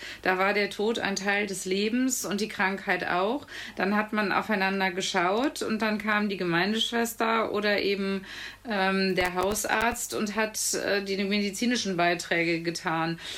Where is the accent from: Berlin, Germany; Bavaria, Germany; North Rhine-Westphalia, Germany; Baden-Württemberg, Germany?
North Rhine-Westphalia, Germany; Brühl; also born or lived in Bonn / Münsterland; komme tatsächlich ja gebürtig aus Brühl und meine Eltern und meine Großeltern haben dort eine hausärztliche Praxis geführt.